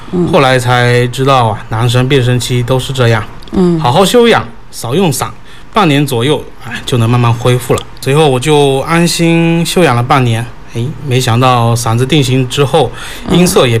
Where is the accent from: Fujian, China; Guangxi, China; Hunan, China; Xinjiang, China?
Fujian, China; Fu'an; 对，我是土生土长的牧羊人。小学阶段我都是在牧羊读的书